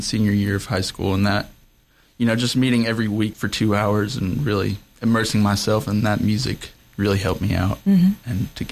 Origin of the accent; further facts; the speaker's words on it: Morristown, Tennessee, United States; also born or lived in Hamburg, Michigan; now in Knoxville, United States; I was born in Hamburg, Michigan. Okay. Lived there for the first 3 or so years of my life, and then moved down to Tennessee in Morristown. And yeah, lived there until I came to college, and then I've been in Knoxville ever since then.